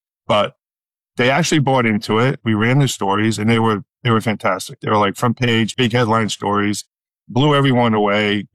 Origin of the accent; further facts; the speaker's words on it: New York, United States; I'm from New York. I started out at a radio station in New York